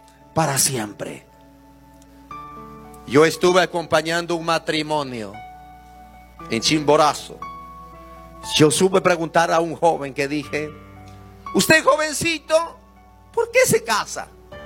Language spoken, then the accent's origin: Spanish; El Salvador; Yo soy de El Salvador.